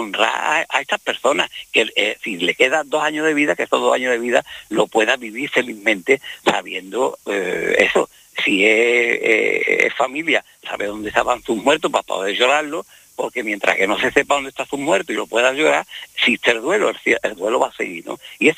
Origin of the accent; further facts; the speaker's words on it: Spain; aquí somos todos españoles